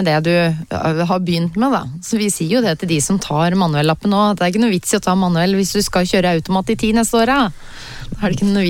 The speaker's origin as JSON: {"language": "Norwegian", "town": "Hønefoss", "region": "Buskerud", "country": "Norway", "said": "for jeg kom jo opprinnelig fra Hønefoss."}